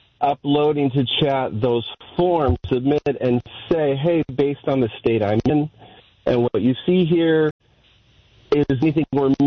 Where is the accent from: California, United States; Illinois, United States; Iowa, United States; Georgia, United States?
California, United States; now in Michigan, United States